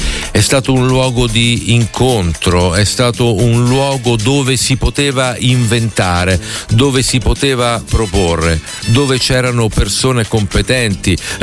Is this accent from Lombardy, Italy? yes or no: no; Basilicata, Italy; essendo io lucano, sono stato amico